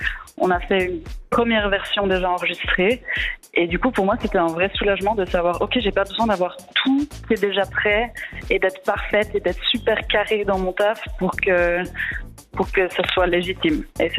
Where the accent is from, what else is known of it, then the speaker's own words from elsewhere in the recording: La Chaux-de-Fonds, Neuchâtel, Switzerland; Bah, moi, je viens de la Chaux-de-Fonds